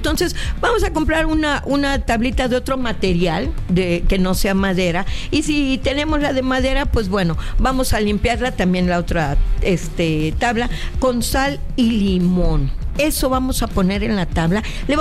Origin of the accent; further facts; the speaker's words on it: Veracruz, Mexico; Pues somos paisanos de Veracruz.